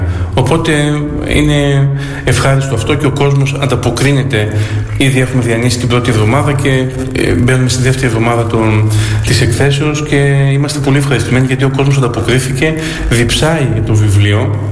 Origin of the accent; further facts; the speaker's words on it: Serres, Central Macedonia, Greece; born there; moved away as an adult; also born or lived in Athens; Και εγώ έζησα στην Αθήνα 10 χρόνια και είχα τη δυνατότητα να συνεχίσω να ζω εκεί, αλλά με τράβηξε εδώ ο τόπος μου, ο τόπος που γεννήθηκα